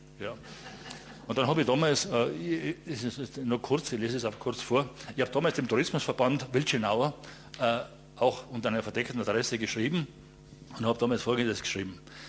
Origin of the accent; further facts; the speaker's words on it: Tyrol, Austria; bei mir in Reitemalbach, oder in meiner Heimatgemeinde in Reitemalbachtal ist der kommerzialisierte Almabrieb erfunden worden.